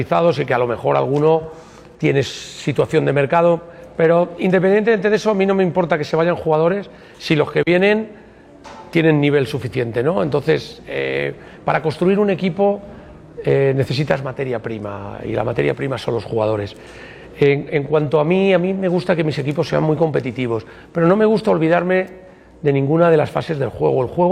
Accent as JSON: {"language": "Spanish", "country": "Spain", "said": "si estoy en Europa, digo que soy español."}